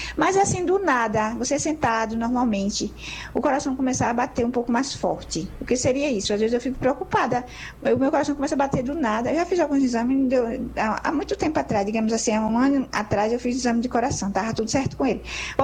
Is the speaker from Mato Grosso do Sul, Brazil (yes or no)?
no; Casa Amarela, Pernambuco, Brazil; sou de Casa Amarela, tenho 60 anos.